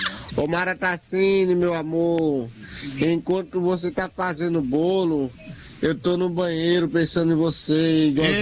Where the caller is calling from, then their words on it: Caruaru, Pernambuco, Brazil; de Caruaru.